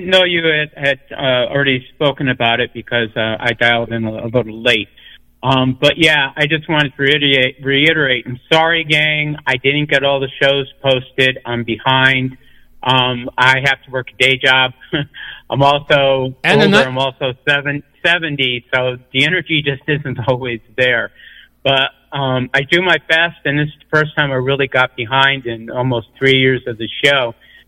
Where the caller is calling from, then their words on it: Connecticut, United States; from Connecticut.